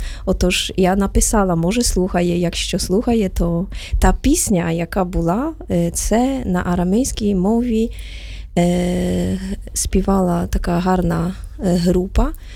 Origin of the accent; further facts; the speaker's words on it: Poland; now in Ukraine; щоб ми, поляки